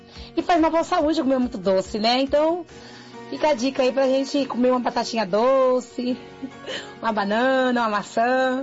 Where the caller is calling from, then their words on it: Campinas, São Paulo, Brazil; sou aqui de Campinas.